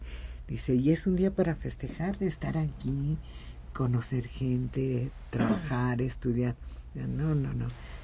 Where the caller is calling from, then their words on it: Texcoco, State of Mexico, Mexico; Buenos días … de Texcoco, Estado de México. Y hoy es mi cumpleaños. Cumplo 57 años.